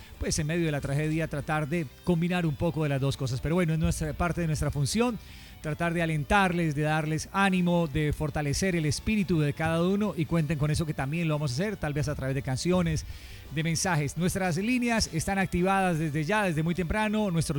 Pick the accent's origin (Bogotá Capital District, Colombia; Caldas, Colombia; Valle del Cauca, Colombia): Valle del Cauca, Colombia; Cali